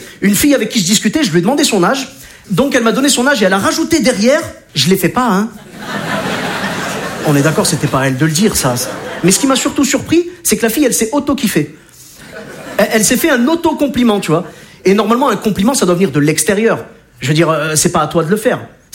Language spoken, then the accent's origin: French; Clermont-Ferrand, Auvergne-Rhône-Alpes, France; je suis originaire de Clermont-Ferrand. Alors, Clermont-Ferrand, pour ceux qui ne connaissent pas, c'est un peu le pays des pneus et du fromage.